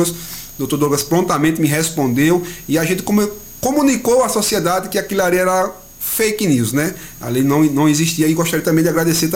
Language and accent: Portuguese; Penedo, Alagoas, Brazil; ali na Vila Matias, que é um bairro onde eu nasci e me criei